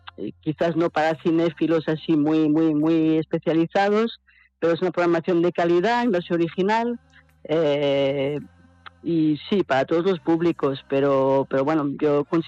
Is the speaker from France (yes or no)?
yes; France; Spanish is a second language; moved away as an adult; now in Barcelona, Spain; yo soy francesa